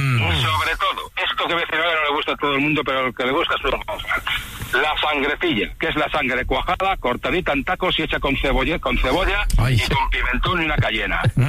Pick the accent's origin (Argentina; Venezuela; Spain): Spain; Valladolid, Castile and León; Yo soy de Valladolid, de capital, ¿vale?